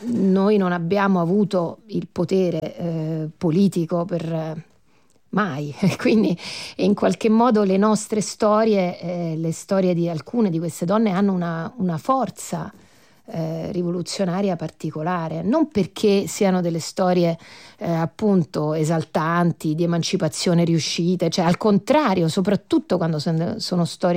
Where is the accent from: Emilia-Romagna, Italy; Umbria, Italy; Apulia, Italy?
Umbria, Italy; io sono umbra